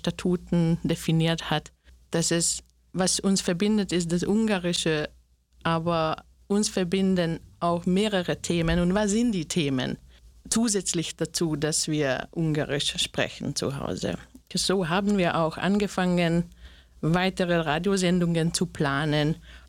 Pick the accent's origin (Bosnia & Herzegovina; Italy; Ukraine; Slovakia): Slovakia; now in Austria